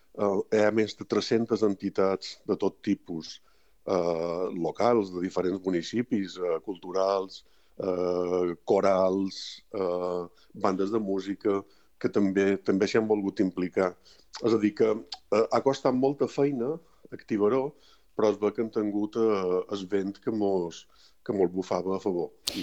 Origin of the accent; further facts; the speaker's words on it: Mallorca, Balearic Islands, Spain; som els mallorquins, el poble de Mallorca